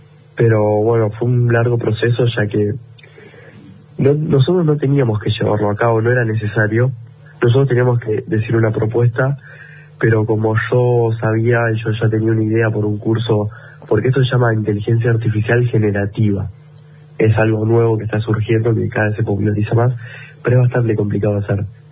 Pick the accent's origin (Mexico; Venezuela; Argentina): Argentina; Bahía Blanca, Buenos Aires Province; nosotros somos de Bahía Blanca